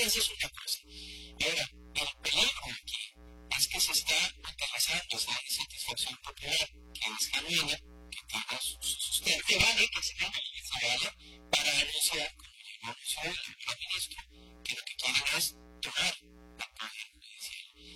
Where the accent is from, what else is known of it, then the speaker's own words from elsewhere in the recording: Costa Rica; como costarricense me siento orgulloso de eso.